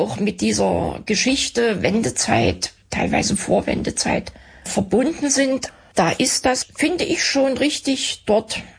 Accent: Leipzig, Saxony, Germany; muss man nur als Leipzigerin aufpassen.

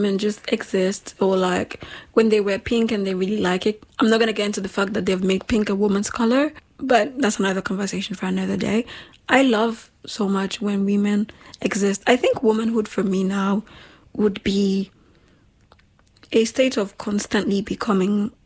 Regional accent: Nigeria; now in Europe; I grew up in Nigeria and we didn't usually shave legs. When I moved to Europe, I saw other people shave legs.

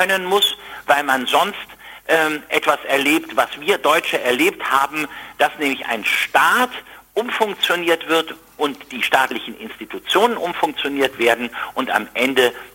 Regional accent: Brandenburg, Germany; vor allen Dingen hier in meinem Heimatland in Brandenburg.

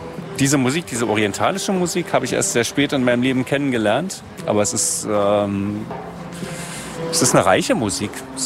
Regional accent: East Germany, Germany; ich komme aus Ostdeutschland

